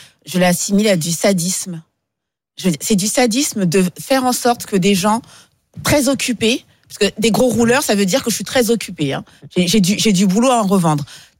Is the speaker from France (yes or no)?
yes; France; une charge mentale sur des charges mentales qu'on a en tant que Français.